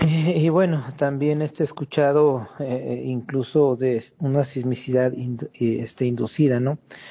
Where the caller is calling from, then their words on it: Mexico City, Mexico; Ciudad de México.